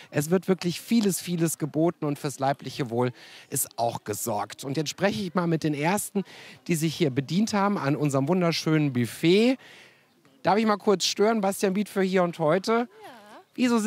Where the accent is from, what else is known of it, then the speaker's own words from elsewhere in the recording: Cologne, North Rhine-Westphalia, Germany; Ich komme aus dem Staunen gar nicht raus, komme ja aus Köln. Wünsche ich mir auch für unsere Stadt.